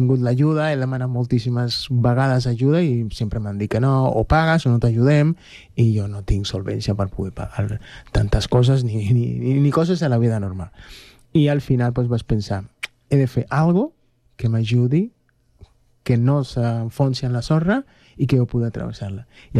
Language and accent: Catalan; Cuba; venim de Cuba. A Cuba hem viscut moltes coses